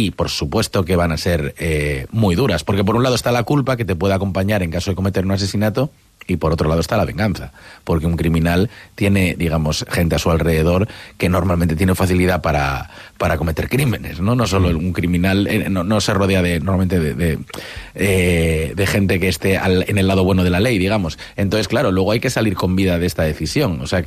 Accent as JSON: {"language": "Spanish", "town": "Vigo", "region": "Galicia", "country": "Spain", "lives_now": "Madrid, Spain", "said": "Como yo soy de Vigo y tengo allí a toda mi familia"}